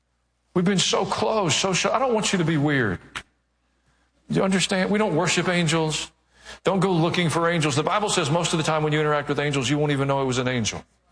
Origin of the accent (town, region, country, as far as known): the South, United States; born or raised there